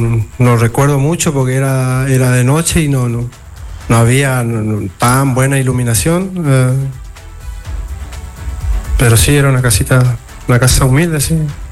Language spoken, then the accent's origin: Spanish; Concepción, Corrientes, Argentina; mi pueblo, que es Concepción